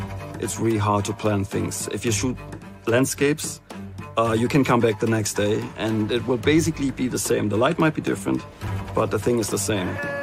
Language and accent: English; Germany; English is a second language; I'm a photographer from Germany, and I mainly shoot people.